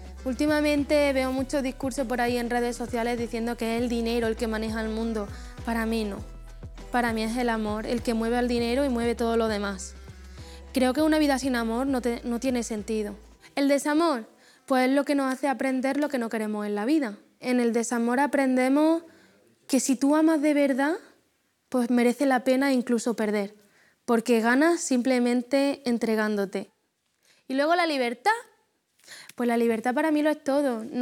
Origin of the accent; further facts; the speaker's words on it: Andalusia, Spain; yo soy andaluza